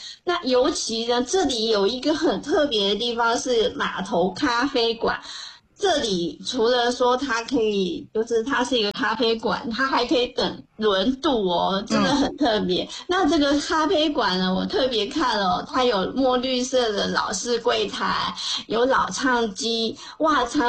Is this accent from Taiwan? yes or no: yes; Tamsui, New Taipei, Taiwan; 也是联想到我的家乡淡水这边，